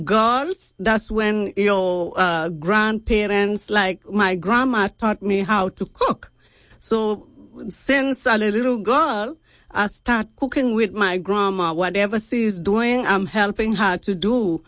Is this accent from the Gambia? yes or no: yes; Gambia; moved away as an adult; now in New Orleans, United States; I'm from Gambia, West Africa